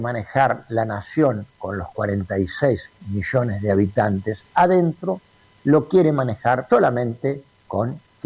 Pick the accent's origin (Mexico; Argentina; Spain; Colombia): Argentina; Pehuajó, Buenos Aires Province; yo voy a hablar de mi pueblo, saquen a Pehuajó de zona fría.